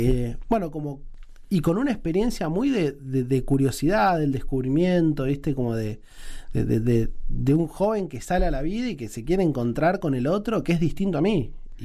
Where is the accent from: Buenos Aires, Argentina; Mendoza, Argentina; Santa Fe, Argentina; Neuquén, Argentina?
Buenos Aires, Argentina; Le digo, Martín, no tengo nada que ver con los indígenas. Vengo de Buenos Aires